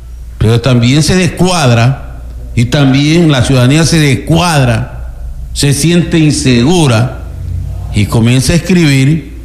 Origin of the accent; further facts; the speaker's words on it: Santa Elena, Ecuador; Nosotros somos la provincia de Santa Elena